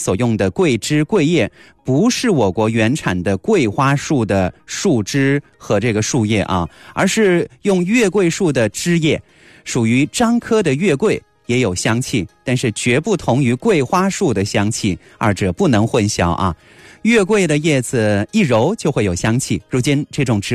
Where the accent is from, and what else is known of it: China